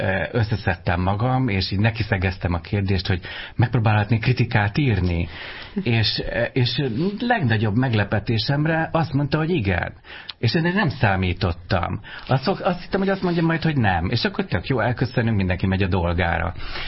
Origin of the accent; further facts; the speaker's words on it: Ózd, Borsod-Abaúj-Zemplén, Hungary; Én Ózdon születtem. Na hát Ózdról köztudomásul, hogy nincsen ott színház. Közelben Egerben van, de valahogy Egerben nem jutottam el színházba, tehát én gyerekként, én bizony a Magyar Televízión keresztül szocializálódtam a színház irányába.